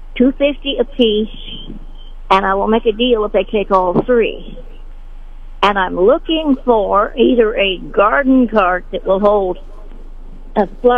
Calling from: Sedalia, Missouri, United States; Okay. I'm calling from Sedalia.

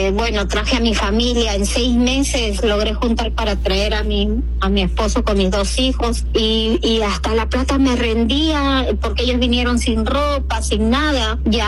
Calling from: Peru

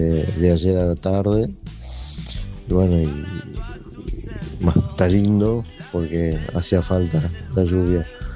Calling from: Sacanta, Córdoba, Argentina; ahorita soy de Sacanta … Acá mucho frío, está a 5 grados la temperatura

